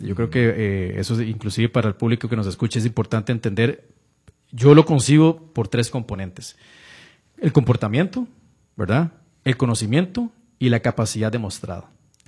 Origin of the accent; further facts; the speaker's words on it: Costa Rica; moved away as an adult; como tico y latinoamericano